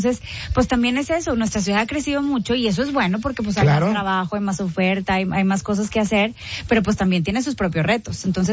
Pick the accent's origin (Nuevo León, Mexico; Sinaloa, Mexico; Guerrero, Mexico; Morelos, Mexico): Nuevo León, Mexico; Monterrey; O sea, es que esos somos los regios. Viene alguien de fuera y lo quieres enamorar de la ciudad, y lo quieres enamorar de nuestra cultura